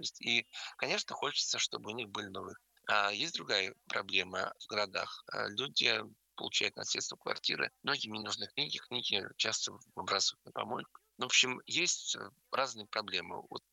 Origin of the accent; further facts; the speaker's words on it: Moscow, Russia; now in Bezhetsk, Russia; я москвич, я приехал в Бежецк, и это город уникальный в России.